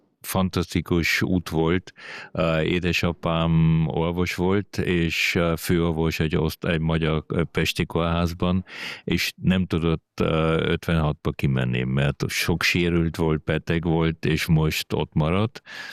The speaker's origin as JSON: {"language": "Hungarian", "region": "Vienna", "country": "Austria", "tie": "born there", "also_born_or_lived": "Hungary", "said": "Én 3,5, majdnem 4 éves voltam, igen. És én Bécsbe, amikor megjöttünk Bécsbe"}